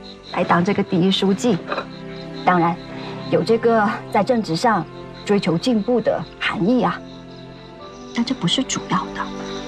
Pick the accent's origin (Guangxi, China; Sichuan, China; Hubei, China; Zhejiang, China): Guangxi, China; Tianyang; 我家老家在田阳，穷，人穷呢就特别渴望公平。